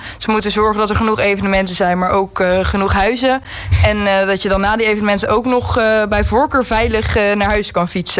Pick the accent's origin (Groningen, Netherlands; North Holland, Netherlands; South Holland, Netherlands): South Holland, Netherlands; Papendrecht; also born or lived in Dordrecht; Ik ben 23 jaar, geboren in Dordrecht. Helaas kort getogen in Papendrecht, maar ondertussen weer terug in Dordrecht.